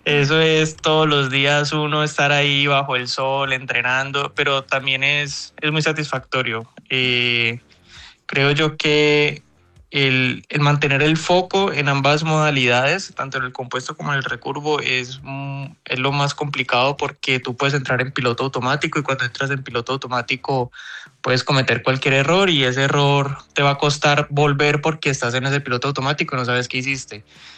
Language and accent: Spanish; Cali, Valle del Cauca, Colombia; es el cariño que uno le tiene a la ciudad y lo que representa pues para nosotros como caleños.